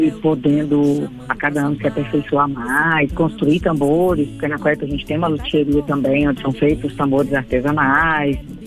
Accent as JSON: {"language": "Portuguese", "town": "Brasília", "region": "Federal District", "country": "Brazil", "tie": "born there", "said": "Eu sou nascida em Brasília, sou assim, primeira geração, filha de candangos"}